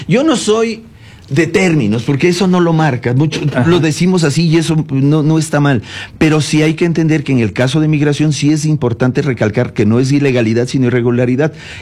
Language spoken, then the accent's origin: Spanish; Ecuador; cómo somos los ecuatorianos, cómo pensamos los ecuatorianos